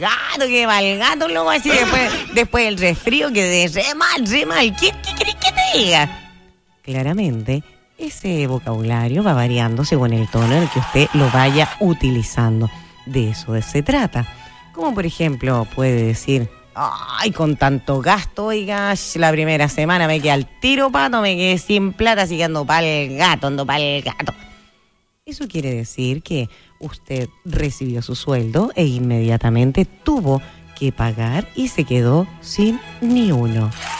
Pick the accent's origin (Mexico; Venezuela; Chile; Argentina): Chile; Somos grandes los chilenos